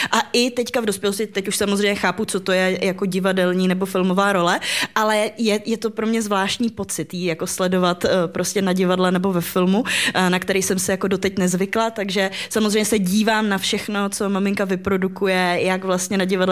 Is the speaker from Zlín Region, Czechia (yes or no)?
no; Prague, Czechia; Já jsem bohužel jediná černá ovce rodiny, všichni se narodili na Moravě a já jediná jsem ta Pražačka